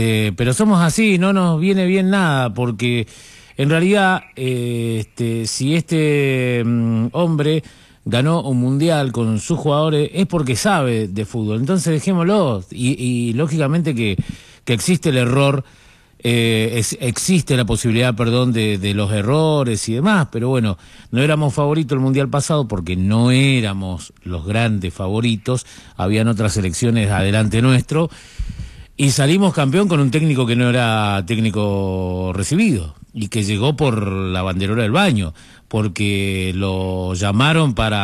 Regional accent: Argentina; más si somos argentinos

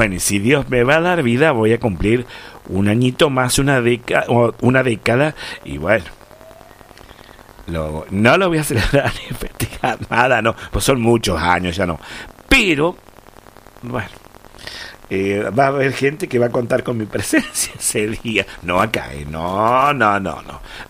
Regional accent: Argentina; somos así los argentinos

